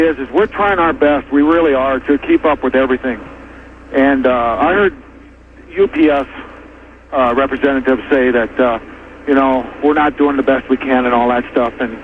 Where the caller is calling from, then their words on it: Minot, North Dakota, United States; from Minot, North Dakota.